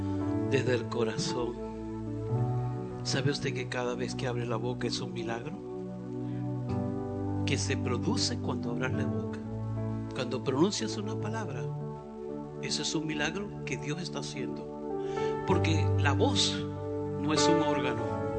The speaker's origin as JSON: {"language": "Spanish", "country": "Venezuela", "moved": "yes", "said": "Le voy a hablar como venezolano. Amo mi país."}